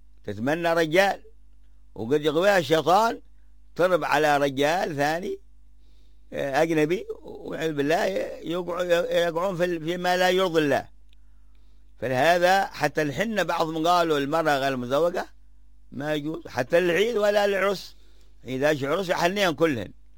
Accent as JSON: {"language": "Arabic", "region": "Hadhramaut", "country": "Yemen", "said": "عندنا في حضرموت"}